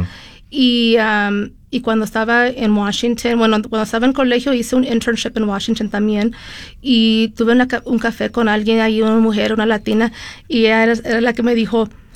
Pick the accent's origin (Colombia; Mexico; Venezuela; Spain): Mexico; moved away as an adult; now in Utah, United States; No, yo soy católica, mexicana, no sabía nada de Utah.